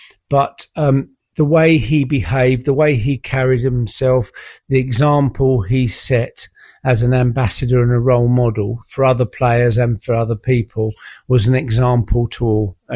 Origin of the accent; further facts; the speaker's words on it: London, United Kingdom; I was born in Leighton